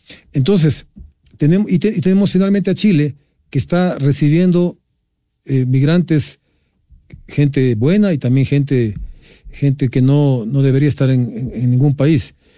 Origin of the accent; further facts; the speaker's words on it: Ecuador; pues que pongamos como ecuatorianos los pies sobre la tierra